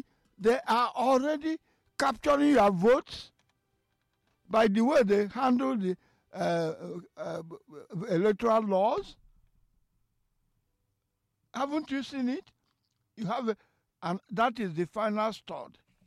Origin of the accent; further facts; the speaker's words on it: Nigeria; I'm a Nigerian and I want to be a Nigerian.